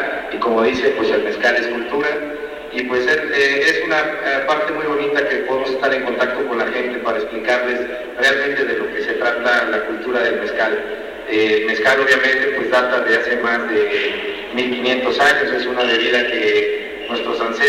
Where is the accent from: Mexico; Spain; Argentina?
Mexico